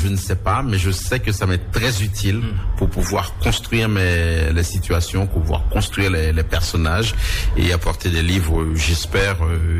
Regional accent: Haiti; moved away as an adult; now in Paris, France; même si c'est chez moi, en Haïti

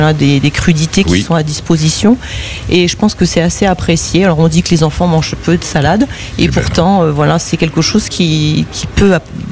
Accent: Hauts-de-France, France; Je viens de la région du Nord.

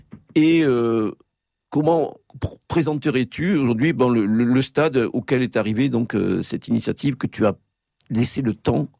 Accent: France; en tant que Français

